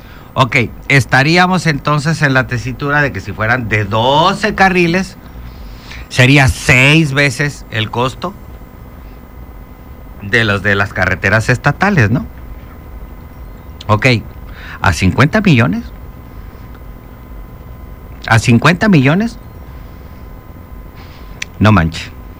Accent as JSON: {"language": "Spanish", "town": "Chetumal", "region": "Quintana Roo", "country": "Mexico", "said": "Todos chetumaleños."}